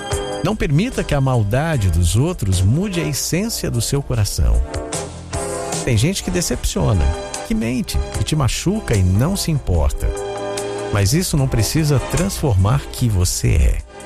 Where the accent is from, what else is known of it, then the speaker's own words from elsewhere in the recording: Canela, Rio Grande do Sul, Brazil; Nós somos de Canela, no Rio Grande do Sul, deve estar muito frio aí, né?